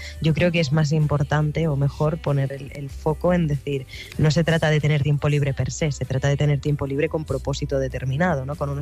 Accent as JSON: {"language": "Spanish", "town": "Barcelona", "region": "Catalonia", "country": "Spain", "tie": "born or raised there", "said": "en mi ciudad natal, Barcelona."}